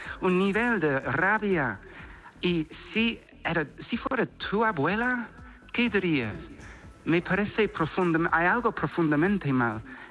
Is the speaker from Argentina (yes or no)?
no; Spain; Yo amo a España, soy español de los cojones. Y tengo el pasaporte, me DNI, estoy súper orgulloso.